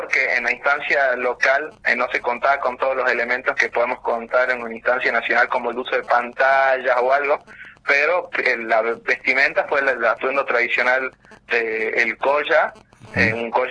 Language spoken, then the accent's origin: Spanish; Palpalá, Jujuy, Argentina; yo soy de Palpalá.